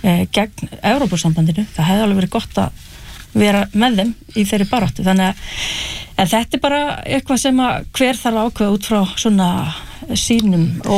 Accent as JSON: {"language": "Icelandic", "town": "Hrísey", "region": "Northeastern Region", "country": "Iceland", "tie": "born or raised there", "said": "að ég brálst upp í Hrísi og horfði að sjá rútverðin þar hrynja"}